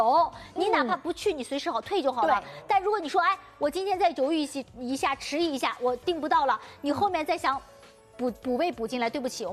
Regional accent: Shanghai, China; 所以作为上海人，咱们一定要去试试的。

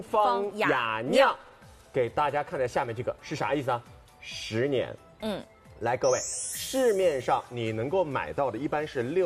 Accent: Hangzhou, Zhejiang, China; now in Shanghai, China; 作为一个浙江人，我是杭州人，从小喝着这个黄酒长大的，

